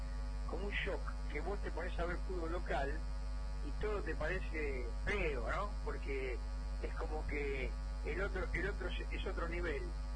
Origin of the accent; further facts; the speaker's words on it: Argentina; Bueno, me alegro mucho por él y como argentino también, porque tenemos un representante que nos honra, ¿no?